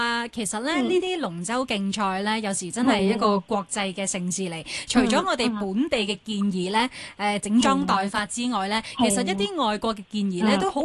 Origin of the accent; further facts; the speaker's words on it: Hong Kong; 我哋香港人